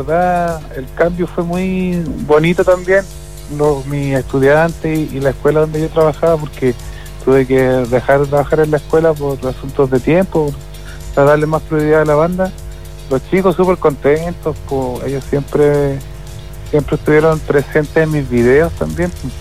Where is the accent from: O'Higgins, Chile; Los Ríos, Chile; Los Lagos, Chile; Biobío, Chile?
Los Lagos, Chile; Carelmapu; Yo soy de Carelmapu, un pueblito que queda